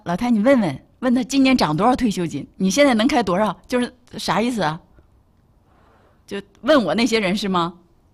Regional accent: Jinzhou, Liaoning, China; moved away; 他是听懂我家乡话了，是吧？

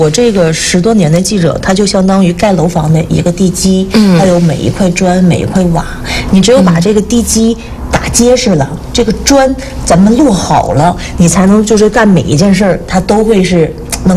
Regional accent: Jinzhou, Liaoning, China; 我们家原来是在这个桃园冷库那一块儿，对。然后呢，就是属于咱们这个锦州的属于郊区的城里边的。

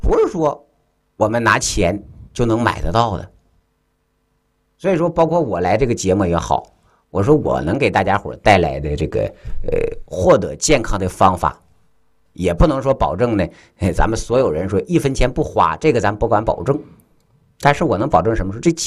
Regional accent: China; 那我们中国人有没有自己的医生啊？

